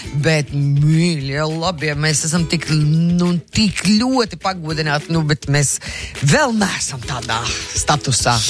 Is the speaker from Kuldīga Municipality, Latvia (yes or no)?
no; Jaunpils, Tukums Municipality, Latvia; es uzaugu Jaunpilī, kur bija viens ēzelīts.